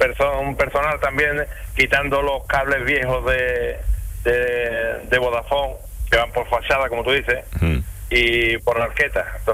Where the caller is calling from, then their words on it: Chiclana de la Frontera, Andalusia, Spain; en Chiclana de la Frontera, Cádiz.